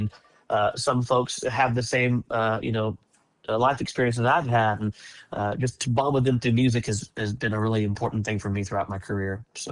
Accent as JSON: {"language": "English", "town": "Leander", "region": "Texas", "country": "United States", "tie": "born or raised there", "said": "I grew up in Leander, just, you know, east of you guys, so I'm not far from y'all. And went to Leander High School, just like my parents did."}